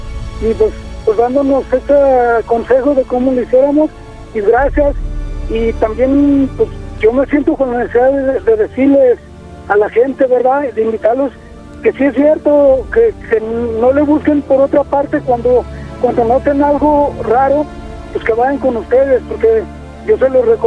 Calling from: Guadalajara, Jalisco, Mexico; Pues de aquí de Guadalajara, de aquí de Lomas del 4.

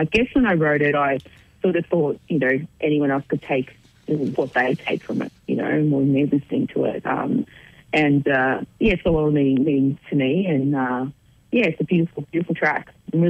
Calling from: Melbourne, Victoria, Australia; Melbourne.

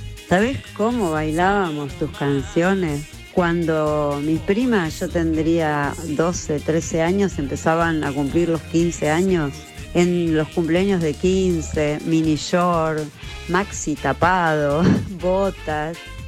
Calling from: Palermo, Buenos Aires, Argentina; de Palermo.

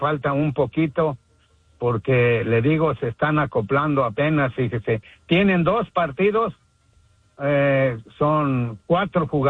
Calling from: Celaya, Guanajuato, Mexico; menciona la ciudad de donde yo soy.

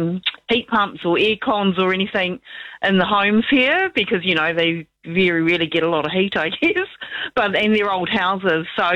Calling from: New Zealand; Yeah, I'm a Kiwi

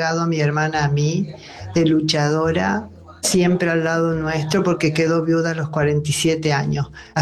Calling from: Córdoba, Argentina; Soy de Córdoba, un cativo.

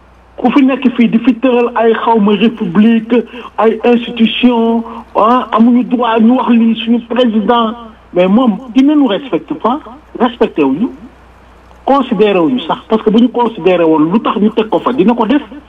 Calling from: Senegal; en tant que Sénégalais

